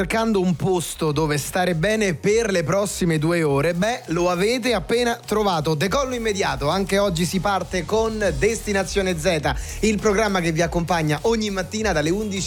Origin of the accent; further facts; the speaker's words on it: Rome, Lazio, Italy; vengo da Roma